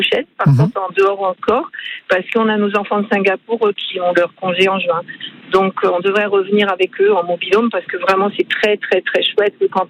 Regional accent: Orléans, Centre-Val de Loire, France; now in Marseille, France; Je suis d'Orléans, je ne suis pas du Sud. Donc, ça fait 26 ans qu'on est à Marseille

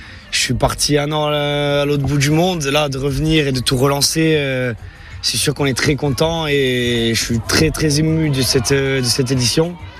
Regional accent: Corsica, France; Donc on a un rapport avec le sable qui est plutôt facile ici, chez nous en Corse.

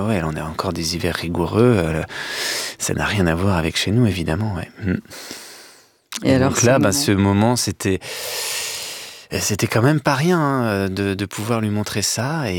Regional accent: Chamagne, Grand Est, France; moi j'ai grandi à Chamagne

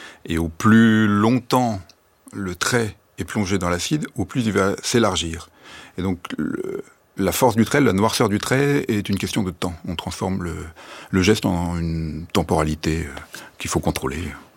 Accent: Grand Est, France; J'ai grandi en Lorraine. Et la Lorraine, c'est vraiment une terre de guerre. Enfin, derrière chez moi, il y avait une forêt remplie de tranchées, de trous d'obus, de bunkers.

